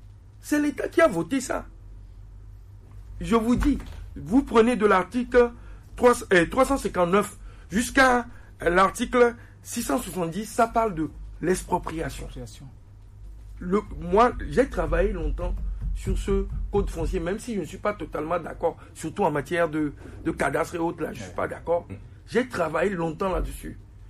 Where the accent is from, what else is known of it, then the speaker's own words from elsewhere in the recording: Togo; Parce que ce que les gens sont en train de dire, nous connaissons, nous sommes des Togolais.